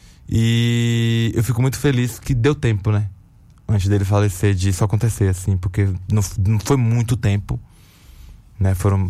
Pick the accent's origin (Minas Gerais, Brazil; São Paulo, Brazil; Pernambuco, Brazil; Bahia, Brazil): Bahia, Brazil; Alagoinhas